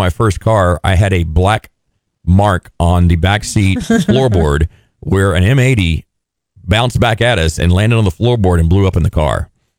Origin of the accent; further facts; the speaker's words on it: Texas, United States; I'm a Texan through and through